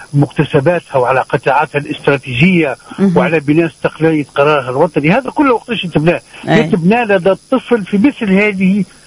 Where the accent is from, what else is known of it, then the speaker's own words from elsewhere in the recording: Tunisia; تجارب تنموية ناجحة في بلادنا